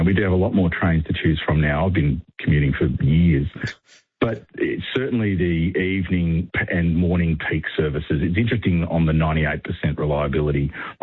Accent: Geelong, Victoria, Australia; Like, I commute. I'm from Geelong.

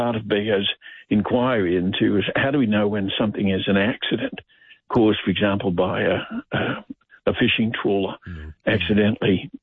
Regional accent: Australia

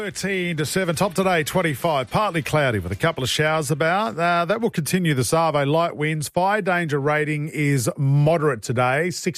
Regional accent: New South Wales, Australia; I'm from New South Wales

